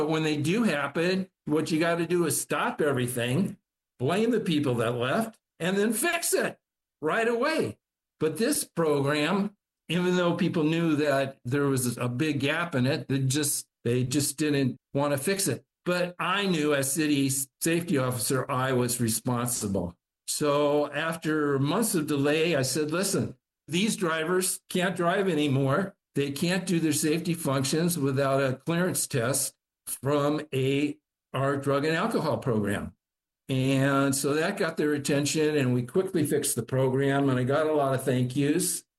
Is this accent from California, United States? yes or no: yes; Beverly Hills, California, United States; I got to Beverly Hills, and I love working there because it's my hometown.